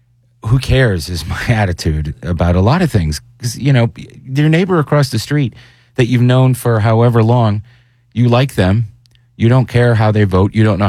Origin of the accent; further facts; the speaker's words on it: United States; born there; I have nothing to do with the fact that I'm an American other than I was born here.